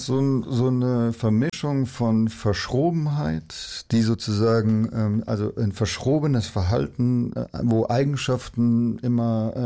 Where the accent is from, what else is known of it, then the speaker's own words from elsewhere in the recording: Stuttgart, Baden-Württemberg, Germany; War Staatsanwalt und ist relativ früh nach Stuttgart versetzt worden. Und deswegen sind wir alle in Stuttgart aufgewachsen.